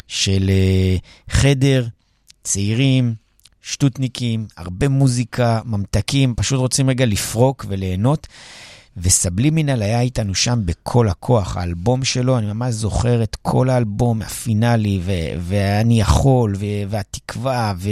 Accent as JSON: {"language": "Hebrew", "town": "Jerusalem", "region": "Jerusalem District", "country": "Israel", "said": "אז קודם כל אנחנו מירושלים"}